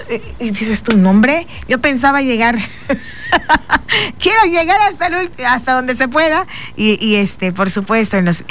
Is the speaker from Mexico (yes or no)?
yes; Mexico